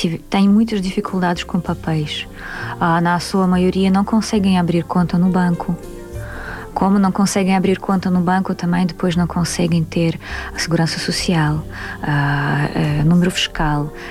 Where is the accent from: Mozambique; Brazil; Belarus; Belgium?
Belarus; now in Portugal; ah, você é de onde? E quando eu digo Belarus, eu não tenho vergonha de ser de um sítio do mundo